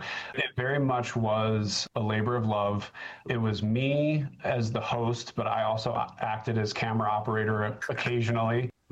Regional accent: New York, United States; and that's in Wayne County. It's actually funny. It's the county I grew up in New York State.

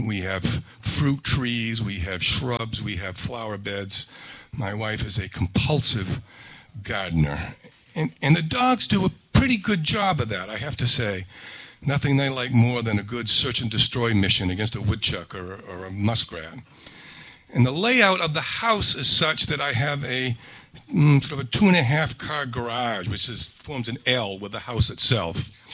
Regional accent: Newbury, Vermont, United States; So I'm from Newbury, Vermont, which is a little village over on the Connecticut River.

